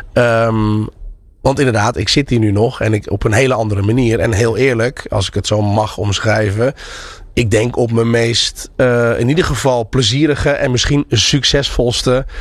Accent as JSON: {"language": "Dutch", "region": "North Holland", "country": "Netherlands", "tie": "born there", "also_born_or_lived": "Zaandam", "said": "ik ben geboren in Ossaan. Ik ging in Zaandam naar de binnenbare school."}